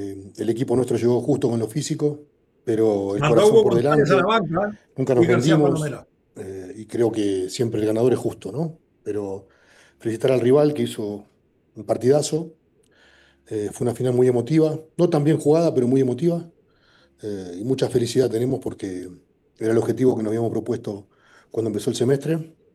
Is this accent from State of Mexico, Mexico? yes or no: yes; Toluca, State of Mexico, Mexico; yo soy de Toluca, sí, obviamente tengo un pasado en Monterrey, siempre tengo el cariño con la gente de Monterrey